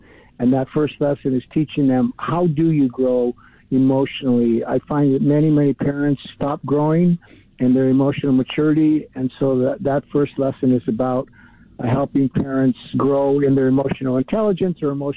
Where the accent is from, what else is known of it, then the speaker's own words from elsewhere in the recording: Los Angeles, California, United States; I grew up in Northeast LA, which is, you know, there's known for violence and gangs and drugs and things like that.